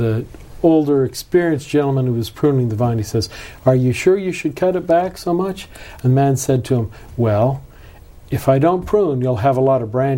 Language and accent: English; Lebanon; And growing up in the Middle East, we lived in Lebanon. We had a grape arbor right outside the back door of our house.